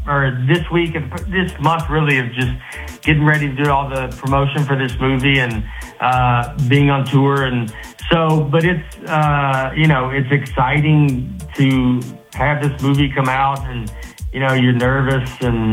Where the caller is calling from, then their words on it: Nashville, Tennessee, United States; I'm in Nashville.